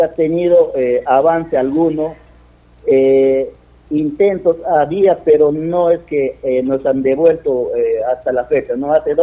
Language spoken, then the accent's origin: Spanish; Bellavista, San Martín, Peru; Soy del caserío de Bellavista, jurisdicción del distrito de Pinto Recodo.